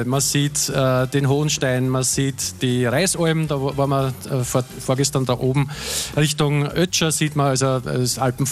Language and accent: German; Waidhofen an der Thaya, Lower Austria, Austria; moved away as an adult; now in Obergrafendorf, Austria; Lustigerweise aufgewachsen bin ich in Weidhofen an der Theier im Waldviertel. Das hat ungefähr gleich viele Einwohner, ist aber dann Bezirkshauptstadt.